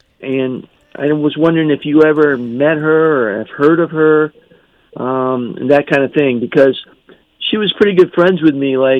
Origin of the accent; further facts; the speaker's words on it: Philadelphia, Pennsylvania, United States; I'm from Philadelphia.